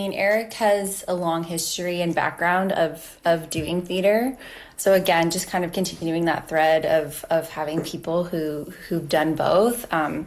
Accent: Calgary, Alberta, Canada; moved away; Yeah, I was born and raised in Calgary

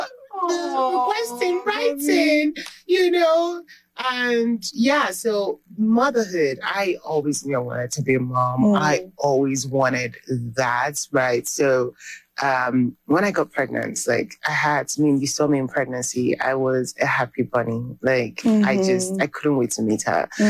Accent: Owerri, Imo, Nigeria; In Owerri. I grew up in Owerri.

